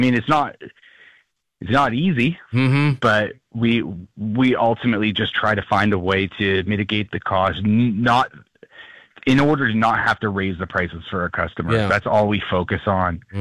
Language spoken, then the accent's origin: English; Canada; As a Canadian going into the United States to start to do business